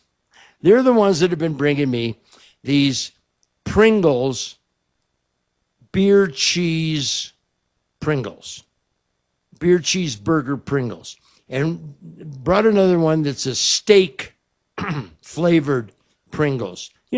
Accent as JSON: {"language": "English", "town": "Pacific Palisades", "region": "California", "country": "United States", "tie": "born or raised there", "said": "And I grew up in Southern California. Pacific Palisades. We moved down closer to El Toro."}